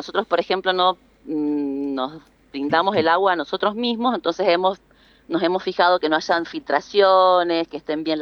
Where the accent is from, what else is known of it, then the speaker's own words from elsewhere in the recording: Mendoza, Argentina; now in Los Penitentes, Argentina; Para los que somos mendocinos sabemos que esto, por ejemplo, lo primero es que es agua para Mendoza